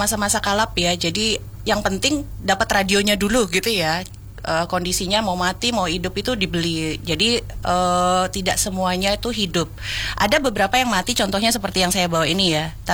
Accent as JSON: {"language": "Indonesian", "town": "Pontianak", "region": "West Kalimantan", "country": "Indonesia", "tie": "born or raised there", "moved": "yes", "said": "Jadi kalau kebetulan saya itu kan aslinya dari Pontianak, Kalimantan Barat."}